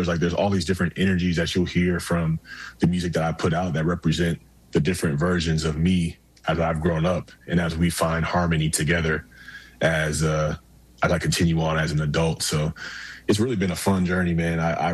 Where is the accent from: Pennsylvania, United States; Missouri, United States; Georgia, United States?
Georgia, United States; Atlanta; I grew up in the Atlanta area